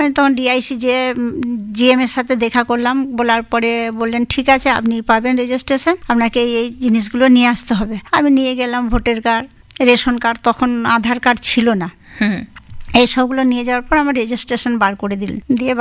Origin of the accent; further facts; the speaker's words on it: Bankura, West Bengal, India; ছোটবেলায় ছিলাম, আমার বাঁকুড়াতেই বাড়ি, বিয়ে হয়েছে বাঁকুড়ায়, শ্বশুরবাড়ি বাঁকুড়া ডিস্ট্রিক্টে।